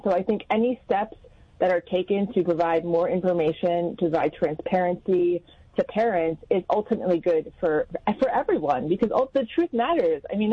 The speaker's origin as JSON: {"language": "English", "region": "Pennsylvania", "country": "United States", "tie": "born or raised there", "said": "as a mother, as a woman, as a someone who was born and bred in Pennsylvania."}